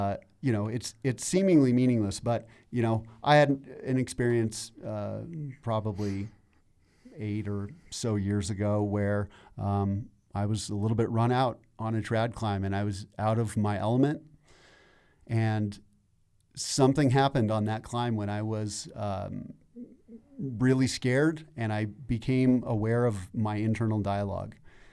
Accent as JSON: {"language": "English", "town": "Arvada", "region": "Colorado", "country": "United States", "tie": "born or raised there", "said": "I'm from Arvada, you know, born and raised here."}